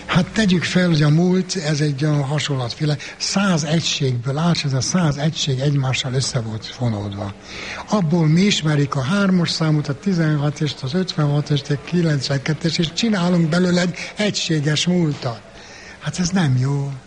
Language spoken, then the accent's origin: Hungarian; Székely Land, Romania; Én székely vagyok, a legkeletibb magyar törzs egyik törzsökös tabja, amióta apám, anyám visszaemlékszik, és magam is, mind ott nőttünk fel, és odavalók vagyunk.